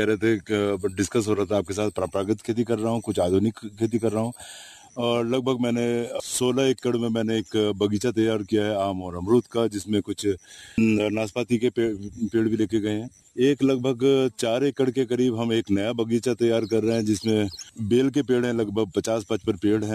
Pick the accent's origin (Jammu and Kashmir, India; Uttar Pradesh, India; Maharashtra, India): Uttar Pradesh, India; आलमसराय का रहने वाला हूँ।